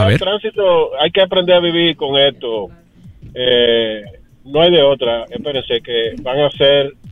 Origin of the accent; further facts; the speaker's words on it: Dominican Republic; que estemos tranquilos como pueblo dominicano